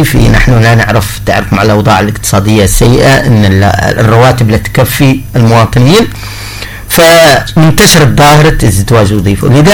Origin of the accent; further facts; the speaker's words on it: Hadhramaut, Yemen; عندنا في حضرموت